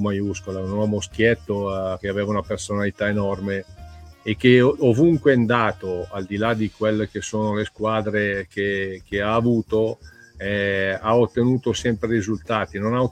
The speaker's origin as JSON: {"language": "Italian", "town": "Como", "region": "Lombardy", "country": "Italy", "said": "perché io sono di Como, lui è di Milano"}